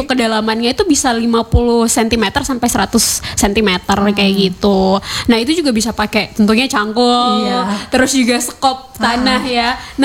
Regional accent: Kupang, East Nusa Tenggara, Indonesia; sebagai warga Kota Kupang

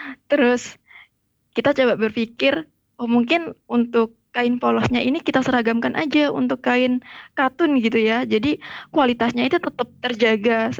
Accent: Lamongan, East Java, Indonesia; born there; di Lamongan, yeah, di kota kelahiran saya gitu kan, di Lamongan

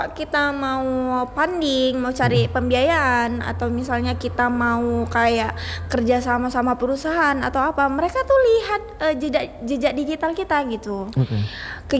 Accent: Aceh, Indonesia; di daerah saya ya, Aceh Tamiang

